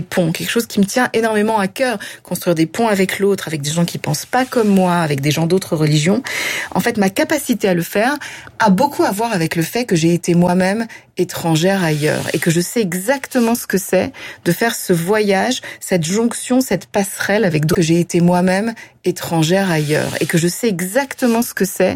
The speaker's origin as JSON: {"language": "French", "country": "France", "tie": "born or raised there", "also_born_or_lived": "Middle East / New York, United States", "moved": "yes", "said": "je suis fondamentalement française, c'est là où j'ai grandi et c'est ma culture."}